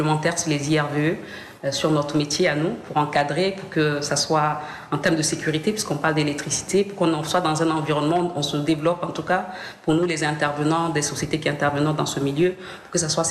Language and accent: French; Côte d’Ivoire